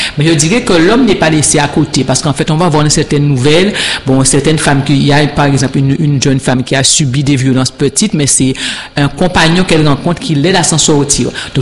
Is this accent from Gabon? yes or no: no; Pointe-à-Pitre, Guadeloupe; Comme j'ai grandi à Pointe-à-Pitre, donc c'est une ville que j'aime beaucoup.